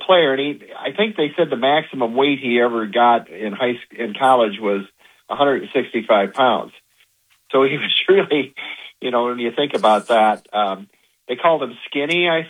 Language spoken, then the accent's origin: English; Bankston, Iowa, United States; now in Dubuque, United States; when I was a little boy, milking cows in Bankston, Iowa